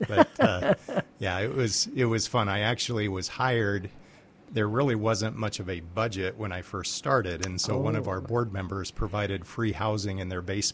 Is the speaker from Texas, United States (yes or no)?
no; Exira, Iowa, United States; now in Mason City, United States; I am a native Iowan. I grew up in Southwest Iowa, small little farm town called Exira.